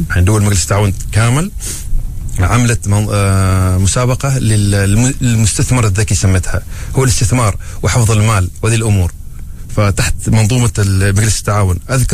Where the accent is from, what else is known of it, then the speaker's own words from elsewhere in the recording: Oman; قليلين ممثلين عندنا في عمان، كم واحد بس